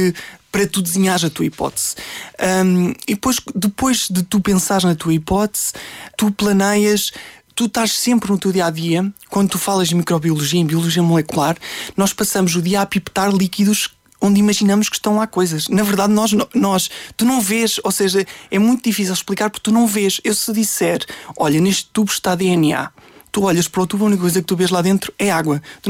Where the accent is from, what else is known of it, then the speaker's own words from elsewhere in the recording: Norte, Portugal; born there; moved away as an adult; now in Lisbon, Portugal; E por isso é que eu digo que sou um lisboeta transmontano. Isto quase que parece uma traição às raízes.